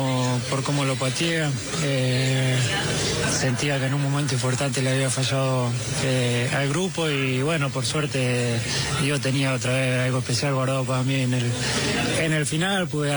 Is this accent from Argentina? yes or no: yes; Argentina; demuestra cada día lo que somos como argentinos, el orgullo que nos